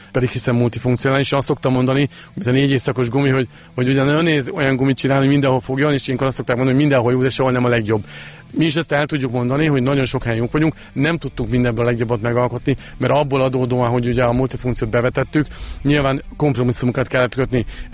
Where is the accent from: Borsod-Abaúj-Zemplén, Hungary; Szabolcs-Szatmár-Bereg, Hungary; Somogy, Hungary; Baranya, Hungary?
Szabolcs-Szatmár-Bereg, Hungary; Nyíregyháza; Nyíregyháziként ugye ott nem volt jelen nagyon az a sport, ezért Kecskemétre kellett mennünk a go-kart pályára.